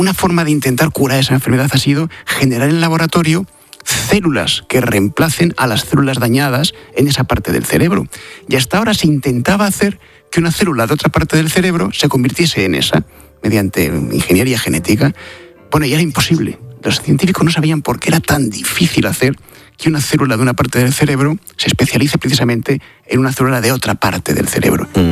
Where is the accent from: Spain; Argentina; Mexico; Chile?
Spain; Madrid, Community of Madrid; Yo como madrileño tengo un 0,00177% de posibilidades de terminar siendo jurado en ese juicio.